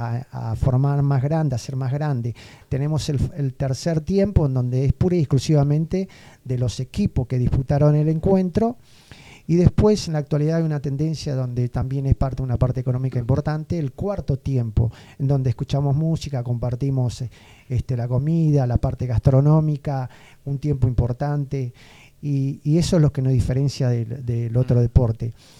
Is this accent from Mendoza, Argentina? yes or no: no; Reconquista, Santa Fe, Argentina; somos todos de Reconquista.